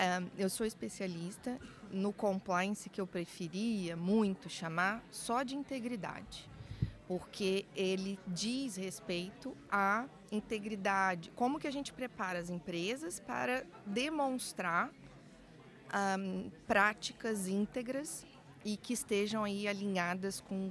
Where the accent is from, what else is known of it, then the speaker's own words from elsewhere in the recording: Brazil; now in Portugal; do Brasil, de onde eu venho